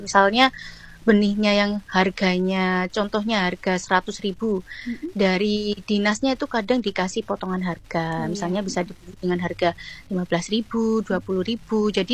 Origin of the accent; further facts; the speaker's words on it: Lamongan, East Java, Indonesia; di daerahku sendiri ya, Kecamatan Sugio